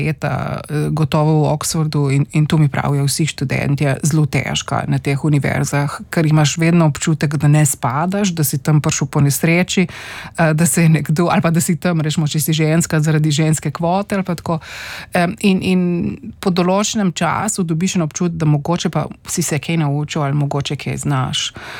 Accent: Postojna, Primorska, Slovenia; Jaz sem odraščala v Postojni, oziroma bom rekla splošno na Primorske

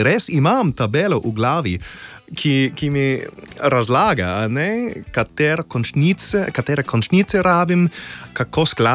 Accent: Australia; Slovenian is a second language; now in Slovenia; Iz Avstralije sem, moja angleščina je tako lepa, da a bom rabil slovenščino, v bistvu lahko živim tukaj brez slovenščine.

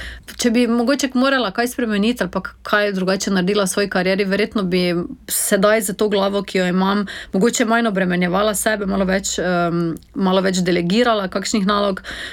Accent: Maribor, Drava, Slovenia; Jaz sem sama Mariborčanka, živim v centru mesta

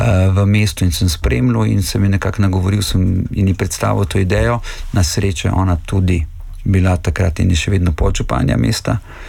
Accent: Brežice, Lower Sava, Slovenia; moved away as an adult; Ok, jaz sem pač pri 18-ih odšel iz Brežic, mislim, se vračam, imam še mamo živo, duhovno sem, bi rekel, povezan s tem mestom, fizično pa nisem velik, ne.

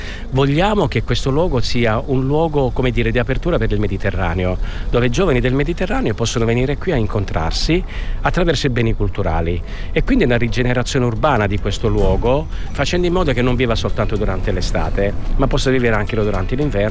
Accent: Calabria, Italy; sono calabrese

